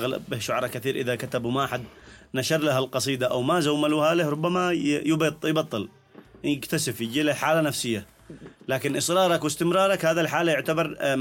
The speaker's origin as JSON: {"language": "Arabic", "country": "Yemen", "said": "احنا في اليمن تقريبا بلد زاخر بالشعراء"}